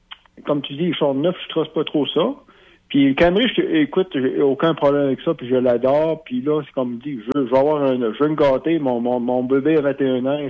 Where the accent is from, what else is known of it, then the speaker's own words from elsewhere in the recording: the Maritimes, Canada; ben, moi je viens des Maritimes